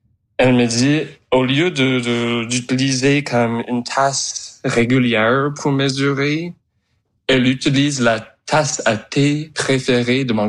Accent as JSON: {"language": "French", "town": "Conception Bay South", "region": "Newfoundland and Labrador", "country": "Canada", "tie": "born or raised there", "said": "Bon, moi, j'ai grandi à Conception Bay South, c'est juste à côté de St. John's."}